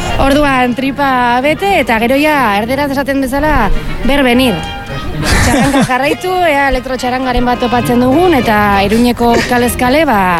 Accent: Lekunberri, Navarre, Spain; Ez gu Lekunberri Larraungoak gara, hemendi ba, 40 kilometrotara edo.

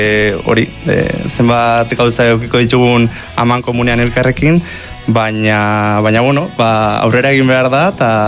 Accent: Idiazabal, Basque Country, Spain; etorri ziren autobus batean denak herri batera, kasuotan nire herrira etorri ziren, Idiazabalera

